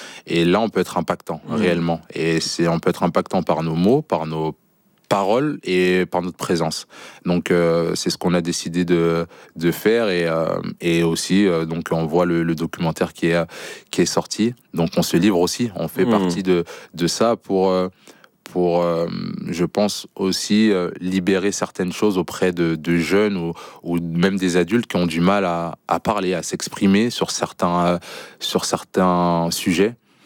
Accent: Lyon, Auvergne-Rhône-Alpes, France; moved away; revenir chez moi à Lyon

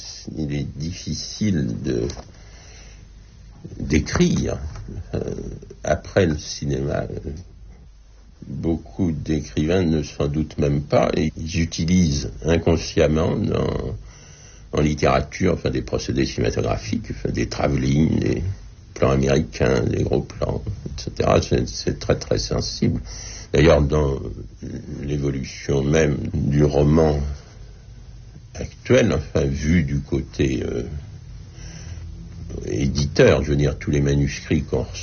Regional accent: Le Havre, Normandy, France; même des personnages sont plus ou moins ressemblants à des personnages que j'ai connus dans mon enfance au Havre.

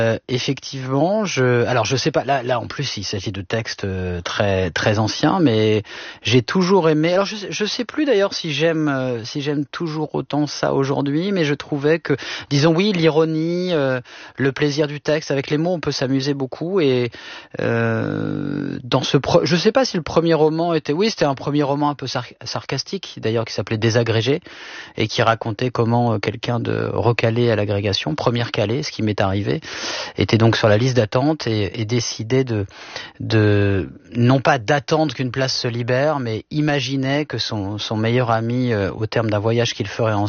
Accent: Le Havre, Normandy, France; moi je suis né au Havre, j'ai passé mon enfance et mon adolescence en Normandie

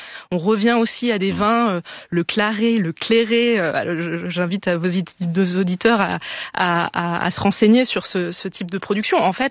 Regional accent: Loire Valley, France; moi je viens de la Loire, donc effectivement, je comprends cette comparaison, il parle des Côtes-du-Rhône, moi je vois aussi les dynamiques qu'on peut trouver dans le Val-de-Loire.

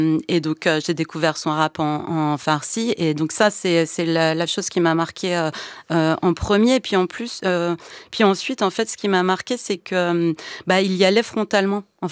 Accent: France; also born or lived in Iran; je suis née en Iran, j'ai grandi en France et depuis toujours, je vis entre deux mondes.

